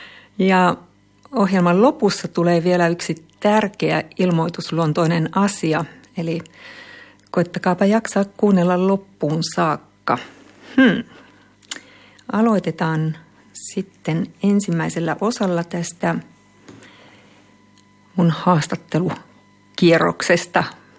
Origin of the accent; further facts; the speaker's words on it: Lahti, Päijät-Häme, Finland; now in Germany; mä oon syntynyt Lahdessa ja asunut siihen saakka, kunnes mä lähdin tänne niin Lahdessa.